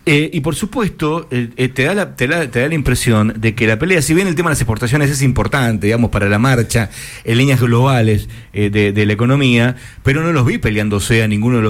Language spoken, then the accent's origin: Spanish; Argentina; Nosotros somos los últimos, los más intensos, como buenos argentinos.